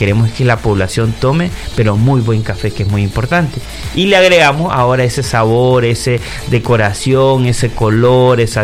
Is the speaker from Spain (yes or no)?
no; Nicaragua